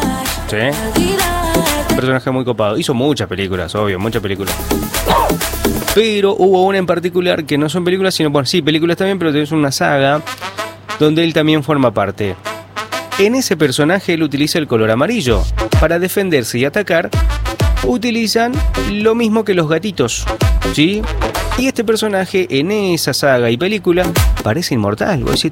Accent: Vicente López, Buenos Aires Province, Argentina; soy de Buenos Aires, Vicente López, en mis ratos libres, los escucho siempre.

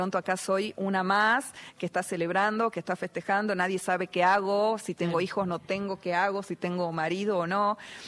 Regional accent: Argentina; somos argentinos y que somos pasionales de abrazarnos, de celebrar

